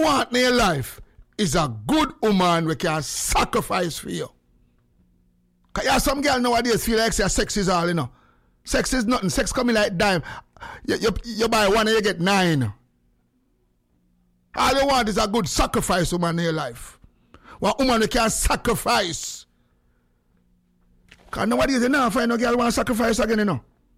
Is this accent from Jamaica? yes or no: yes; Jamaica; Remember, we come from Jamaica. Music, our message, you know? For those who don't know, we are Jamaican men. Our message, 99% of our lifestyle from Jamaica is music.